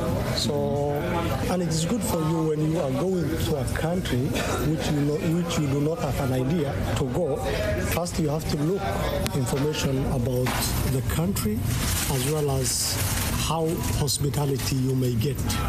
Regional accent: Mogadishu, Banaadir, Somalia; moved away; I am from a country called Somalia, which locates eastern sides of the African continent. I come from there, Somalia.

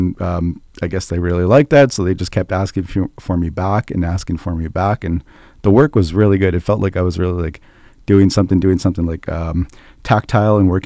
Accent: Yellowknife, Northwest Territories, Canada; also born or lived in Dettah; And yeah, I'm from Deda, and was born and raised here in Yellowknife.

